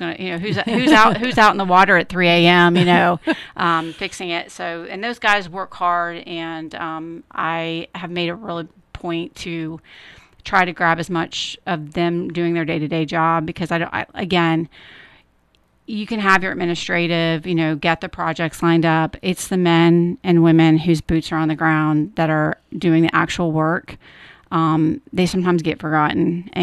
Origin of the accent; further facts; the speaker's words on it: St. Johns County, Florida, United States; I'm from St. John's County.